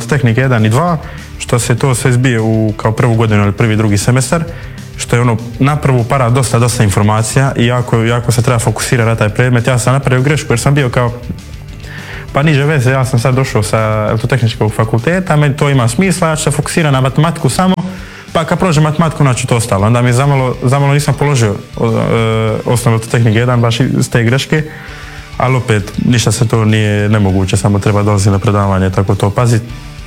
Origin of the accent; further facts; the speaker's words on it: Dubrovnik, Dubrovnik-Neretva County, Croatia; Pa, mislim, ja sam tu iz Dubrovnika i ja sam tamo bio pohađao elektrotehnički smjer